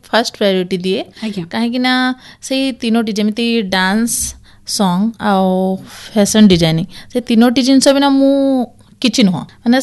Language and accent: Odia; Kuchinda, Odisha, India; ଆମ ଘର ହେଲା କୁଚିଣ୍ଡା।